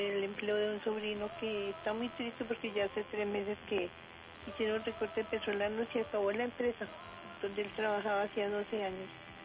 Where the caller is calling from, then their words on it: Bogotá, Colombia; Estoy aquí en Parques de Bogotá